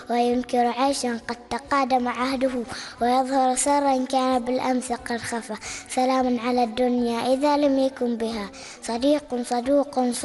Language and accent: Arabic; Oman; لأنهم من بلدي عمان الحبيبة